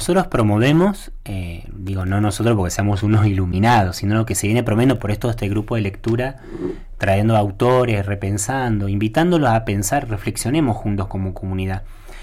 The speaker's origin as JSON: {"language": "Spanish", "region": "Santa Cruz", "country": "Argentina", "said": "nosotros tenemos un aspecto que no es menor en Santa Cruz, como el resto de la Patagonia, que es la migración"}